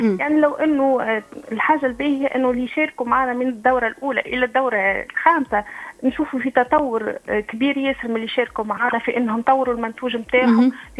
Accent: Tunisia; نحن ذواقين التوينسة دارسين في الخارج، متحصلين على شهادات معترف بها من المجلس الدولي للزيتون، رجعنا لبلادنا

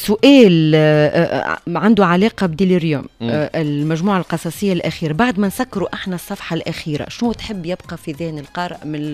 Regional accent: Tunisia; احنا كتوانسه

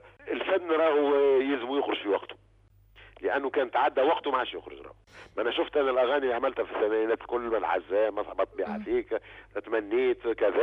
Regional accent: Tunisia

